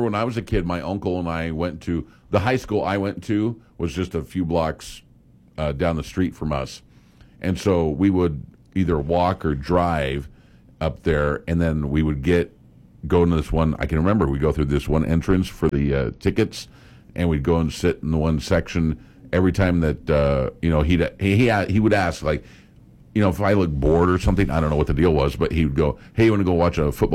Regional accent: Grand Island, United States; I grew up in Grand Island. But it felt small to me.

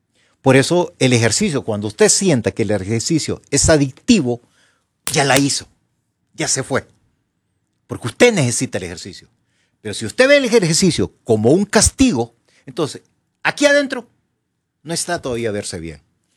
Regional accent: Honduras; Eso somos Honduras.

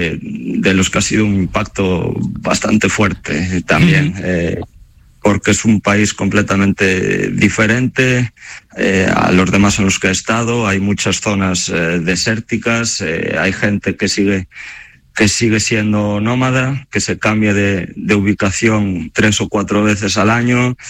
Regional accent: Galicia, Spain; moved away as an adult; Cuando salí de Galicia mi idea era, voy a China, estoy allí un mes, dos meses, si me gusta, pues acabo mi contrato, si no me vengo para mi casa

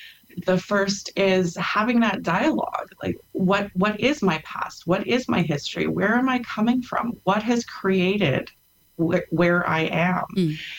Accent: Canada

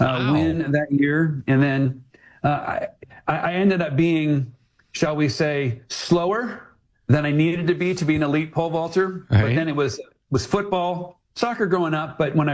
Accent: Santa Rosa, California, United States; also born or lived in Inglewood, California; And so grew up in Santa Rosa, California, moved there when I was two. My parents were both public school teachers.

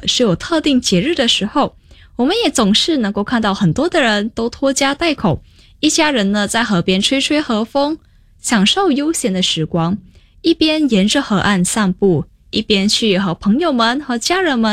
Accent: Sarawak, Malaysia; 我们沙拉越

